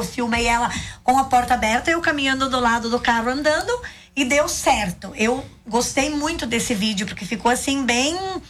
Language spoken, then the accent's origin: Portuguese; Ipumirim, Santa Catarina, Brazil; a gente não esconde que a gente é de Ipumirim. A gente tem orgulho da nossa cidade.